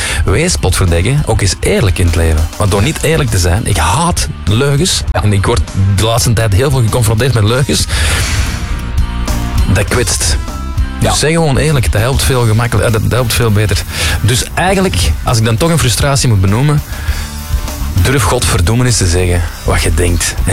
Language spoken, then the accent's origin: Dutch; Flanders, Belgium; Wij als Vlamingen zijn zo niet grootgebracht.